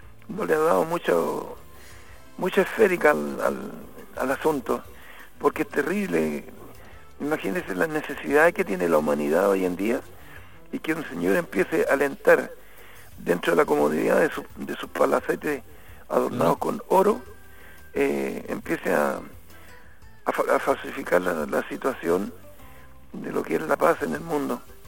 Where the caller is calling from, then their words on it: Lota, Biobío, Chile; De aquí, de Lotalto.